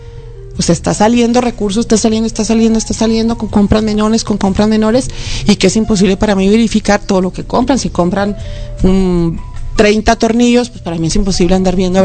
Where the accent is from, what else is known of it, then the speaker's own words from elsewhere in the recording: Hidalgo del Parral, Chihuahua, Mexico; Soy una persona que sí nací en Parral, que sí conozco las necesidades de mi pueblo